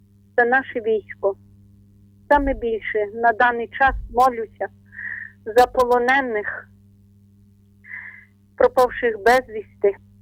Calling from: Ternopil Oblast, Ukraine; Ми з України. … Тернопільщина.

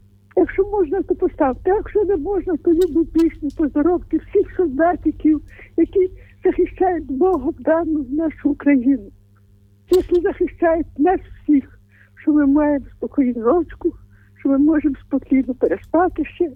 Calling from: Lviv, Lviv Oblast, Ukraine; Я з Львову дзвоню

